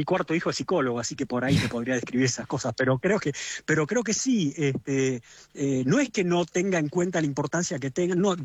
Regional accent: Paraná, Entre Ríos, Argentina; Yo soy de Paraná

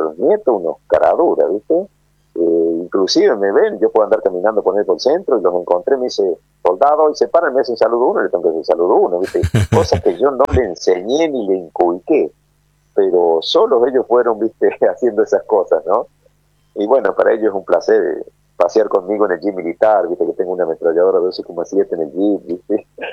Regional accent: Argentina; a pesar que saben que somos argentinos

